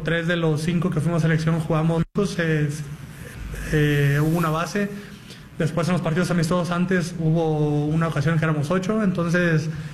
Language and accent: Spanish; Mexico; porque como mexicanos lo podemos y lo vamos a hacer.